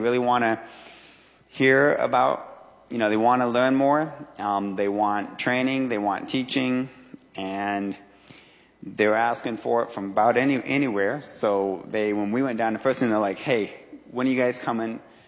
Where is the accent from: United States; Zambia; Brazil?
Brazil; So in Peru, it looks a little bit different. I grew up in Brazil, middle of the jungle, first contact, sort of scenarios.